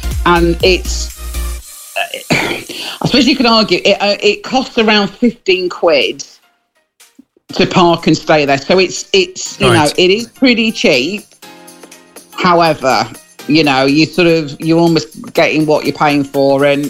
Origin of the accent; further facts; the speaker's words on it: Yorkshire and the Humber, United Kingdom; as a Yorkshireman